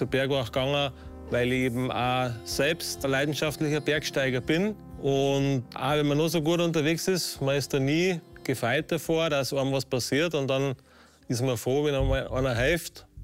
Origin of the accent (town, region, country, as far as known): Ramsau bei Berchtesgaden, Bavaria, Germany